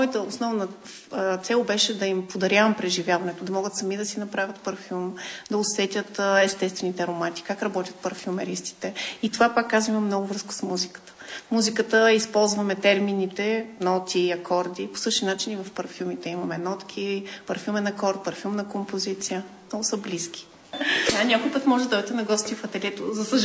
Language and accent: Bulgarian; Plachkovtsi, Gabrovo Province, Bulgaria; като им казвам, че съм от Плачковци, и се оказва, че доста хора, те бяха и от региона, от Севлиево, от Габрово